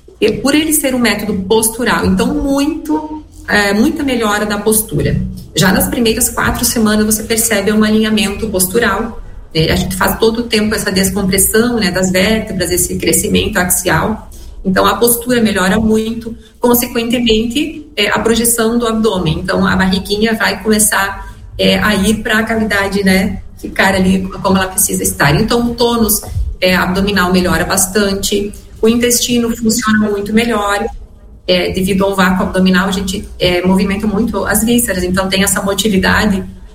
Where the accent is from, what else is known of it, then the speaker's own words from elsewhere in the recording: Marau, Rio Grande do Sul, Brazil; moved away as an adult; now in Passo Fundo, Brazil; eu sou natural de Marau, minha família mora em Marau, eu saí cedo, né, de lá. Com 18 anos